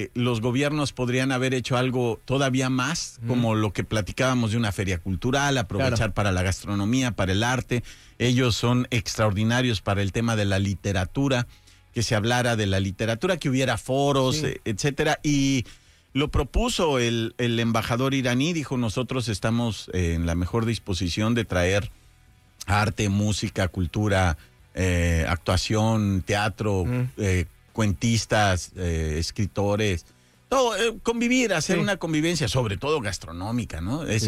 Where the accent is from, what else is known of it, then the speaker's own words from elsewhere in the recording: Mexico; no pueden entender que los mexicanos tengamos ese detalle